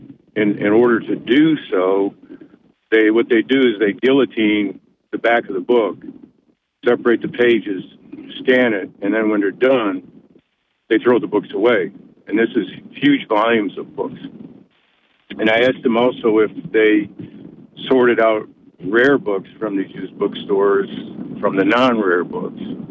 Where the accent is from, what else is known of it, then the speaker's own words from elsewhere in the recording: Binghamton, New York, United States; moved away; I grew up in Binghamton, but I've been out of town most of my life. I'm just sort of back here, partial retirement.